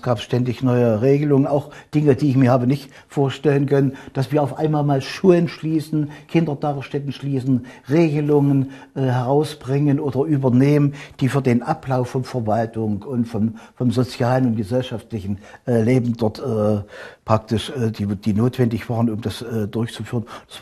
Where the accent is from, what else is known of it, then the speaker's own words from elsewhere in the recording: Hergesdorf, Germany; Ich war 21 Jahre Bürgermeister in meiner Heimatgemeinde Hergesdorf.